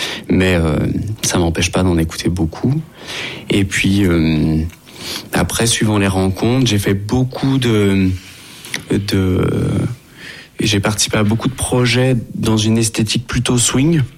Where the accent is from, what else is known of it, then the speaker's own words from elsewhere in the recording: Villefranche-sur-Saône, Auvergne-Rhône-Alpes, France; also born or lived in Lyon / Pouilly-le-Monial; sur Cala Jazz, je suis obligé de dire que j'ai grandi à Villefranche.